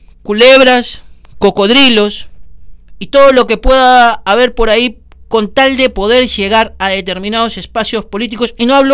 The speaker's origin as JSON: {"language": "Spanish", "country": "Argentina", "said": "Sí, soy argentino. Tengo nacionalidad argentina."}